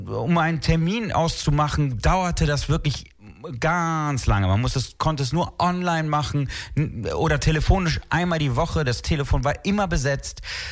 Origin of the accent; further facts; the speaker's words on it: Gerresheim, North Rhine-Westphalia, Germany; born there; Ich bin in Gerresheim geboren.